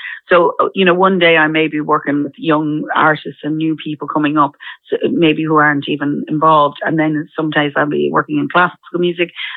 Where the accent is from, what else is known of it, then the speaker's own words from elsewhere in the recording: Dublin, Leinster, Ireland; born there; I was born in the Coombe, so technically I'm a local.